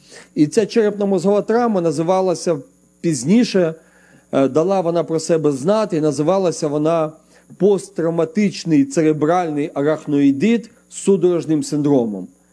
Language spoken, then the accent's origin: Ukrainian; Rivne, Rivne Oblast, Ukraine; now in United States; Родом із Рівенщини, я сам з Рівного, і народився в Рівному.